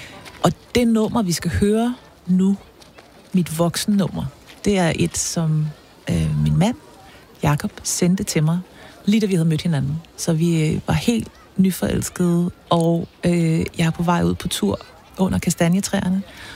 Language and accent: Danish; Copenhagen, Capital Region of Denmark, Denmark; moved away as an adult; Søerne i København er jo både mit barndomsland og mit nutidsland, fordi jeg er vokset op ved dem. Og så i en voksen alder at vende tilbage, altså efter at have boet både i udlandet og i alle de andre brokvarterer i København og i Valby, at jeg vendte tilbage til mit barndoms Østerbro og bor nu